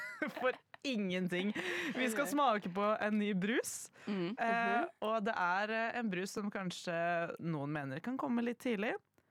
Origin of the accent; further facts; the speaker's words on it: Innlandet, Norway; Jeg er fra Innlandet da, hvor det er veldig vanlig å like den Lillehammer julebrusen.